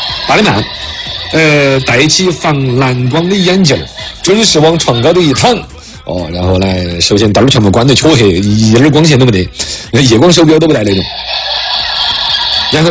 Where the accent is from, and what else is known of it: China